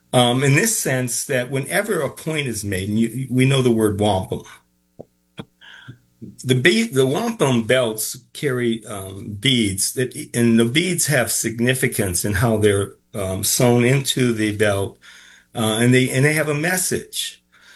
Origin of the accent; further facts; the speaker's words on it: Los Angeles, California, United States; I'm from Los Angeles